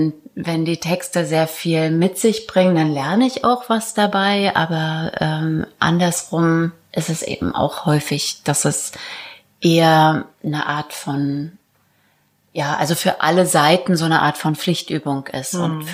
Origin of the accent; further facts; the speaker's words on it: Barth, Mecklenburg-Vorpommern, Germany; born there; moved away as an adult; also born or lived in Rostock; now in Leipzig, Germany; ich komme ja sogar aus Vorpommern, also dieses flache Land mit dem großen Himmel und natürlich der Ostsee